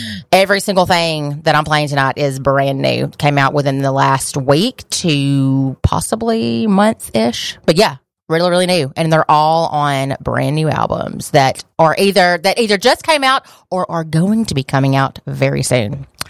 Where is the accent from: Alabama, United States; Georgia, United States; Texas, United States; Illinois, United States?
Alabama, United States; now in Birmingham, United States; I grew up in North Alabama